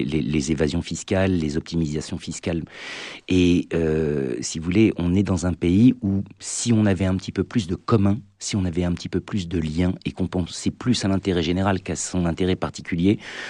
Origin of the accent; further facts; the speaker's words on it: Saumur, Pays de la Loire, France; Je suis de Saumur et je suis né à Saumur.